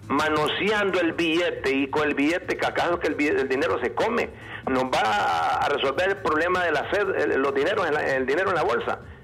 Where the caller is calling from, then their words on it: Tegucigalpa, Francisco Morazán, Honduras; Le hablo de Colonia La Joya, Tegucigalpa.